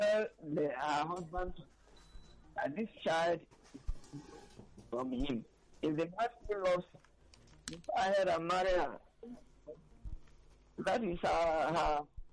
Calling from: Lagos, Nigeria; I'm calling from Alaba.

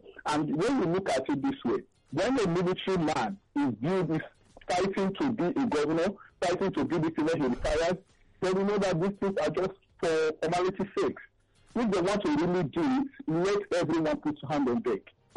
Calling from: Lagos, Nigeria; I'm calling from Aroyaya in Lagos.

